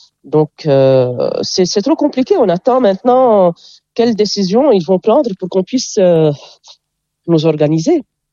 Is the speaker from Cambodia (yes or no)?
no; Jounieh, Keserwan-Jbeil, Lebanon; Et puisque je suis de Jounieh, vous voyez, l'élève ou bien l'enfant dépend de son environnement. À Joigny, il y a la plage, il y a la mer. Donc, je pense que les vagues, quand je méditais, les vagues dès mon enfance